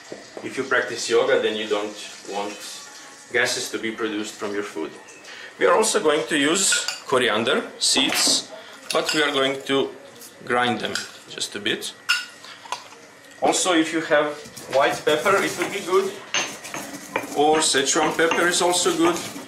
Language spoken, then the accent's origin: English; Croatia; English is a second language; I'm from Croatia, and we are here at our newest cooking lesson.